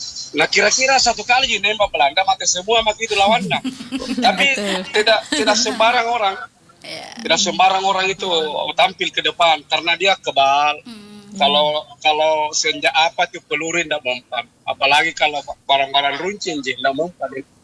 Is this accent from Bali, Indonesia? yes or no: no; South Sulawesi, Indonesia; Ya, jadi memang kita itu orang Bugis Makassar, memang ada mantranya.